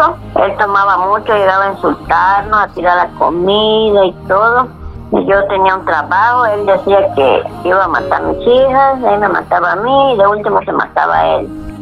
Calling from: Chetumal, Quintana Roo, Mexico; Chetumal, Quintana Roo.

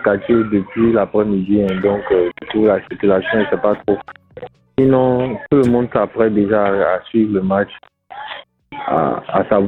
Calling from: Port-Bouët, Abidjan, Côte d’Ivoire; De Port-Bouy.

